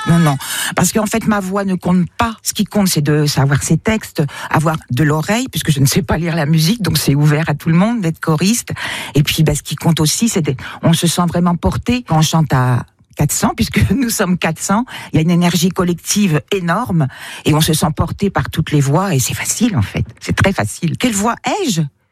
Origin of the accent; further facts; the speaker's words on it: Alfortville, Île-de-France, France; born there; now in Le Mans, France; j'ai 69 ans, je suis née à Alfortville en région parisienne et j'habite au Mans depuis 60 ans déjà.